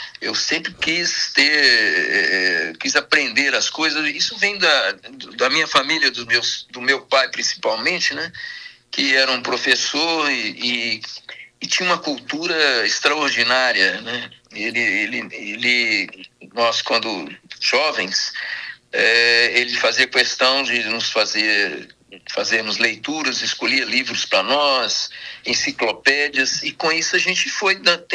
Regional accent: Diamantina, Minas Gerais, Brazil; amo minha terra, amo Diamantina, amo a nossa região, daqui do Vale, Minas Gerais. Eu sou extremamente sensível ao lugar onde nascemos e fomos criados

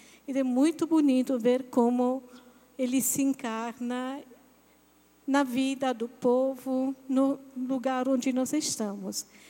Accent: Italy; Portuguese is a second language; moved away as an adult; also born or lived in North Region, Brazil; now in Brazil; uma missionária da Imaculada. Eu também, como a irmã Sônia, a irmã Graziella, sou italiana. Moro no Brasil há mais de 20 anos e sempre morei na região norte.

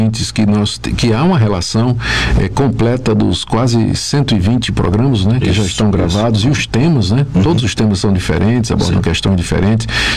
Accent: Recife, Pernambuco, Brazil; A cidade onde eu cresci.

